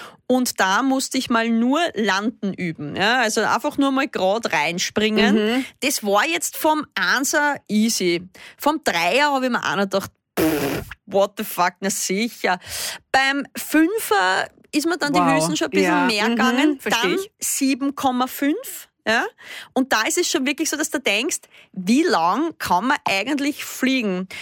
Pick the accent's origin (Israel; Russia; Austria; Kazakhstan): Austria; ich bin ja auch immer mit 15 da in dieses Bad in Dernitz, wo ich aufgewachsen bin, gegangen